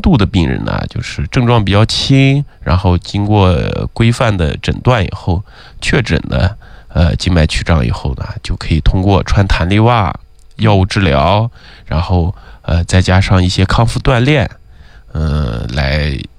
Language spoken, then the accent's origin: Chinese; Xinjiang, China; 特别是我们新疆人，比较胖，胖的人比较多。